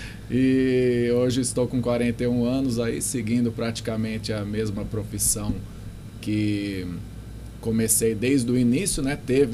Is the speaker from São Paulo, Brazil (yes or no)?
yes; Monte Alto, São Paulo, Brazil; eu nasci aqui em Monte Alto, em 1985. Hoje eu tenho 41 anos, né? Sempre morei lá no Jardim Santana